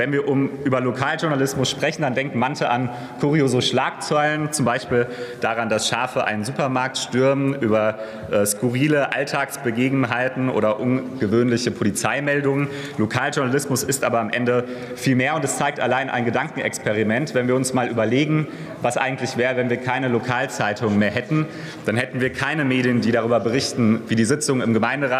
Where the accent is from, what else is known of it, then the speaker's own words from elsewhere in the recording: Hanau, Hesse, Germany; In meiner Heimat, der Hanauer Anzeiger, ist die drittälteste Tageszeitung in Deutschland